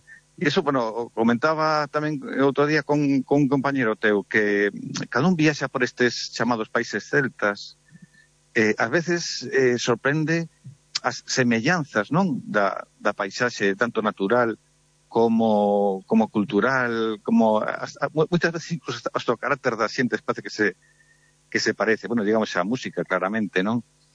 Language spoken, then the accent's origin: Galician; Galicia, Spain; Temos que decir que, o sea, no, os galegos non somos celtas.